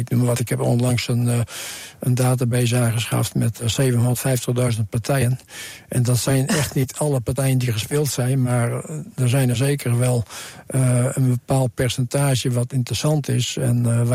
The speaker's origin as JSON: {"language": "Dutch", "region": "Friesland", "country": "Netherlands", "said": "we zitten in Friesland en ze zeggen ook wel bij ons in Friesland, de tijd houdt geen schoft."}